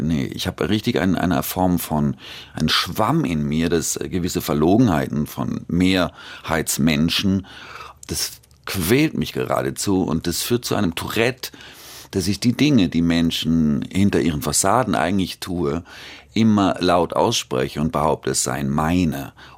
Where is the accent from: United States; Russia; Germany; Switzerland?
Switzerland; aber ich war aus der Schweiz kommend, auch ich war ja lange auch in der freien Szene